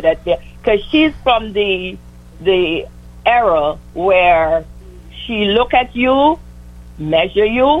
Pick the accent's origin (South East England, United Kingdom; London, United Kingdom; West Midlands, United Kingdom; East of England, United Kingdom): London, United Kingdom; also born or lived in Jamaica; now in Mount Vernon, United States; I was born in Jamaica, but I grew up in London as a kid.